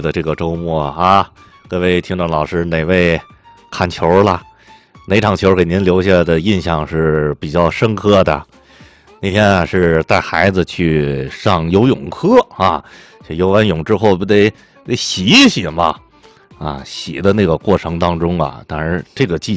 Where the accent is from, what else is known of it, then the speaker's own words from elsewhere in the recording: Tianjin, China; 作为一个天津人哈